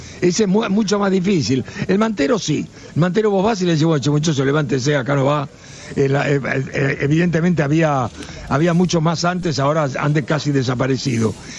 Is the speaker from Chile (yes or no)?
no; Buenos Aires, Argentina; Yo soy muy antiguo y además nací en San Telmo. Mirá. Nací en una casona vieja de San Telmo, así que todo conozco por ahí.